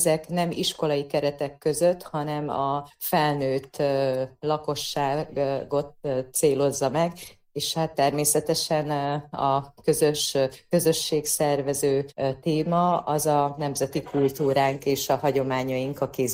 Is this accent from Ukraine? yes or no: yes; Zakarpattia Oblast, Ukraine; az elmúlt napokban otthon Kárpátalján a szürtei rendezvénytermünkben tartottuk meg az évadzáró szakkör kiállítást